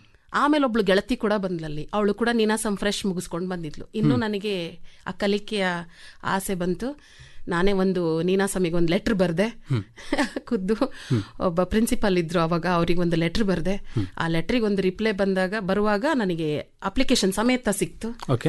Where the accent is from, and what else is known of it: Kodagu, Karnataka, India; born or raised there; moved away as an adult; now in Bengaluru, India